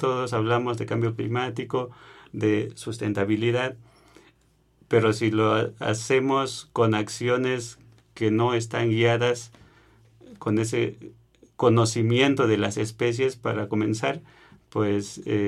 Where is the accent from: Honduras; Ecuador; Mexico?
Mexico; Chiapas; now in central Mexico; yo soy de Chiapas, allá hay muchísimo más diversidad que acá en el centro del país